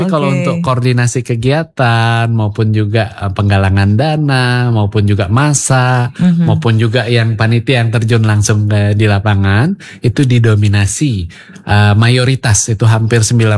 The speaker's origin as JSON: {"language": "Indonesian", "town": "Palembang", "region": "South Sumatra", "country": "Indonesia", "said": "Saya pun tempat asal saya di Palembang itu ada menjalankannya."}